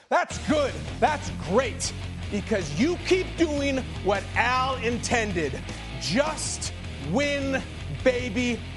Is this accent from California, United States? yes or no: no; Illinois, United States; I am born and raised in Illinois.